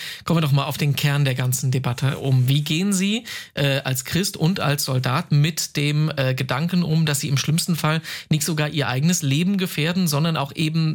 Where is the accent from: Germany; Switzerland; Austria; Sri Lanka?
Germany; Jetzt haben wir als Deutsche eine ganz eigene Perspektive auf das Thema mit Krieg, Militär, mit unserer Geschichte.